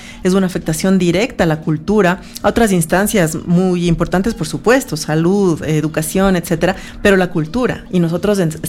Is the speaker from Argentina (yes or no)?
no; Ecuador